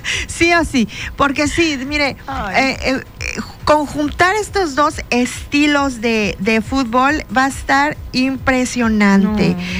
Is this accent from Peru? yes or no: no; Mexico; nosotros como mexicanos somos ejemplo a nivel mundial de la solidaridad